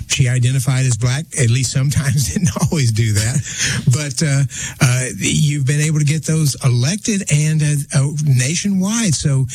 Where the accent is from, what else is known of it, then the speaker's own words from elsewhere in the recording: Texas, United States; I grew up in East Texas in my early years, and you had segregated families.